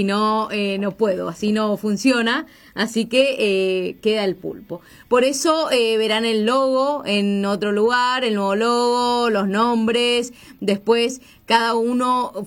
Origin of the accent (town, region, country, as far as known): Argentina